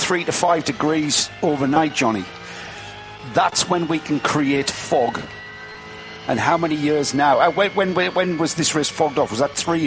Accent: England, United Kingdom; Well, I'm English, so it's 3.

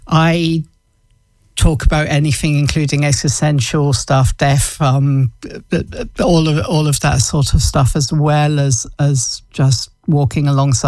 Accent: Scotland, United Kingdom; moved away; also born or lived in East Anglia; So although I'm Scottish, I lived in England for a while.

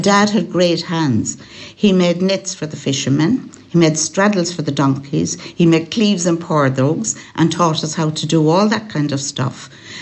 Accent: Connacht, Ireland; also born or lived in Tuam; Yes, I'm a Galway girl. I was born in Tuam and I grew up in Bundarrachaleen in County Galway, which actually is inside the border of Mayo.

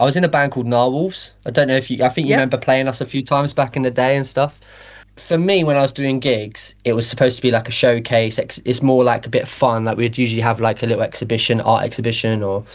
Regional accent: South West England, United Kingdom; I grew up in Cornwall, so we had music where you just put four bands on, no matter what they play.

